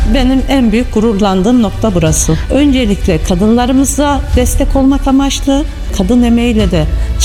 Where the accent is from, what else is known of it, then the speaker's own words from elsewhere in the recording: Ağırnas, Kayseri, Turkey; Ağırnaslıyım, doğma büyüme. Ağırnas'ın kızı ve geliniyim şu anda.